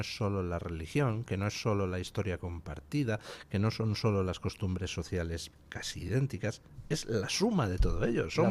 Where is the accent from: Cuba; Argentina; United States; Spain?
Spain